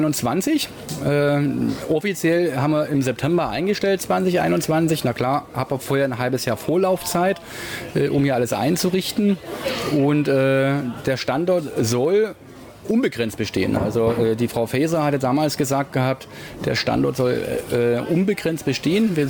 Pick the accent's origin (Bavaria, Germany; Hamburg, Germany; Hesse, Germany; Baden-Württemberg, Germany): Hesse, Germany; Als Hesse kennt man kein Frankfurt an der Oder, ne? Da kennt man nur Frankfurt.